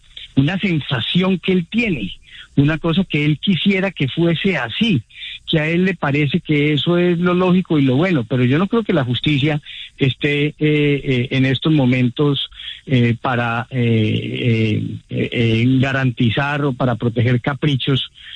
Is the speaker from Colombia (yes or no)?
yes; Colombia; O sea, yo como colombiano...